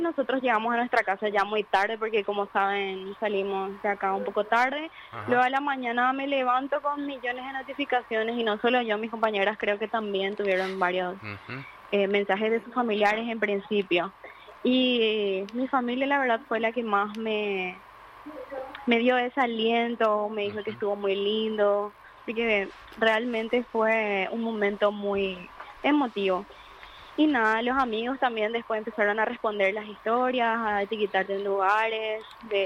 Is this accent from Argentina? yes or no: no; Paraguay; como nación, como paraguayos, que somos de una raza fuerte.